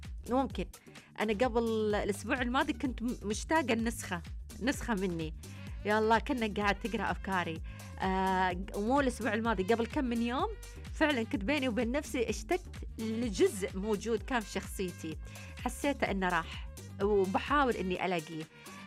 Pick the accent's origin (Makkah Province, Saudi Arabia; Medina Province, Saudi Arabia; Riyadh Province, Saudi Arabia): Makkah Province, Saudi Arabia; Jeddah; حتى عندنا، حتى عندنا بجدة